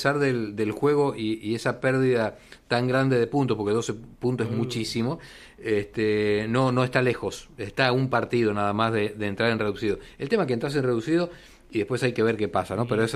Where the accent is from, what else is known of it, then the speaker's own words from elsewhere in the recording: Mendoza, Argentina; Porque yo quiero como mendocino que Godoy Cruz vuelva inmediatamente a Primera División.